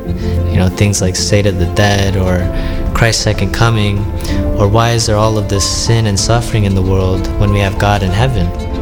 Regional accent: Palm Springs, California, United States; also born or lived in Maryland; I was born in Maryland, but then I moved to Palm Springs when I was about 1 year old.

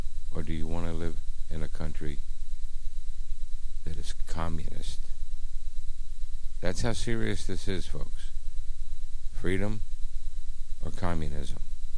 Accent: United States; I love this country. I fought for this country.

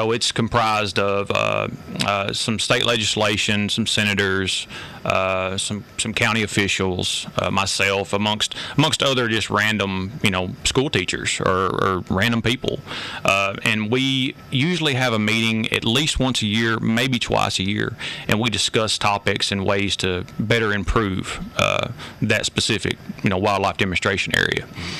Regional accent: Arkansas, United States; My family's from Pine Tree. Okay. On my dad's side. I'm actually from Albury, which is, you know, just outside Marianna.

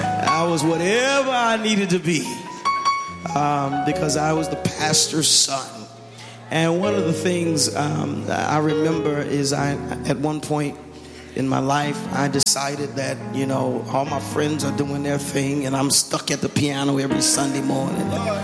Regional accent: Oklahoma, United States; born there; also born or lived in Arkansas; When I was little, when I was growing up in Oklahoma and in Arkansas, I was always my father's chief psalmist.

